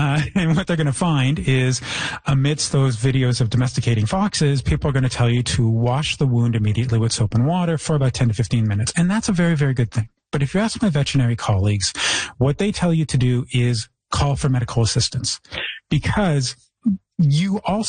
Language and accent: English; Toronto, Ontario, Canada; moved away; I come from Toronto where the raccoons are practically domesticated.